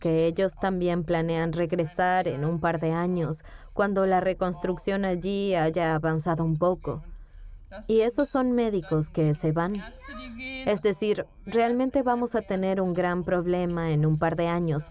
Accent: Belarus; moved away as an adult; now in Germany; No puedo decir que mi patria sea ahora Alemania. Pero tampoco puedo decir ya que sea Bielorrusia. Así que está en algún lugar intermedio.

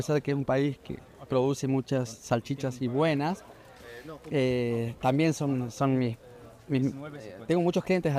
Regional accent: Argentina; moved away as an adult; also born or lived in Córdoba, Argentina; now in Berlin, Germany; En Argentina estudiaba economía en Córdoba.

